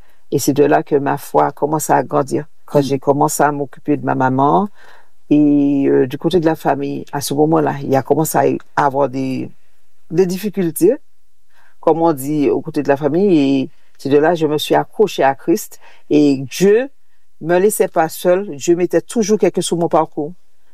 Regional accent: Martinique; la seule chose que je voulais, c'était rentrer chez moi, en Martinique.

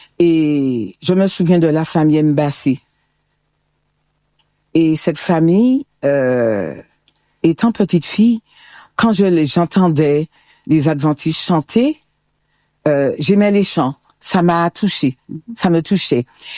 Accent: Le Diamant, Martinique; je suis issue du Diamant et j'aime à dire, je fais partie de cette belle commune du Diamant, dans le rocher du Diamant.

